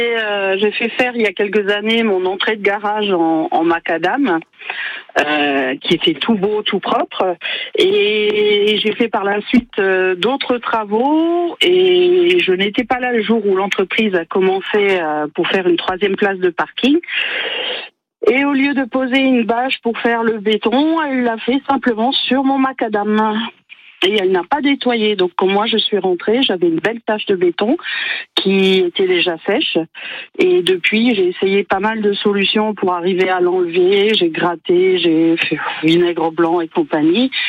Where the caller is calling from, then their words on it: Amnéville, Grand Est, France; Pour l'instant, d'Amnéville.